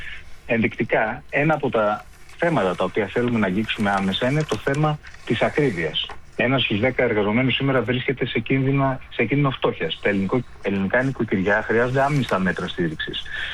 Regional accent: Serres, Central Macedonia, Greece; ήμουν στη Βόρεια Ελλάδα, όπως είπατε, είμαι από Σέρες.

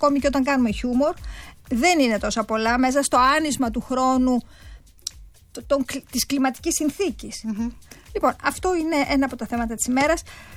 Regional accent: Berlin, Germany; now in Greece; Εγώ, όπως ξέρεις, έχω ζήσει κάποια χρόνια της ζωής μου, τα παιδικά μου χρόνια, στη Γερμανία, στο Βερολίνο.

